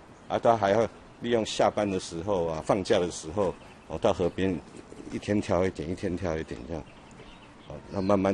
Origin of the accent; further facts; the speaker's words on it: Taipei, Taiwan; 因为我们从小在这边出生，啊，我在这边住了60几年了，